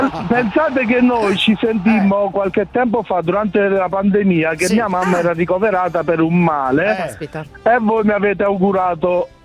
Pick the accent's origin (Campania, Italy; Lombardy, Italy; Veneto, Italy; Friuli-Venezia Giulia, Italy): Campania, Italy; Naples; moved away as an adult; now in Lanciano, Italy; lavoro a Lanciano, ma sono originario di Napoli.